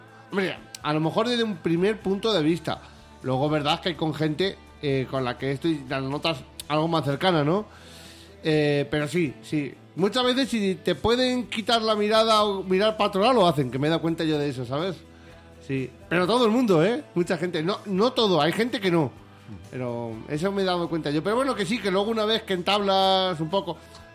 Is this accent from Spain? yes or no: yes; Castilla-La Mancha, Spain; hemos dicho que somos de Castilla-La Mancha o somos del sur de Madrid, de más abajo.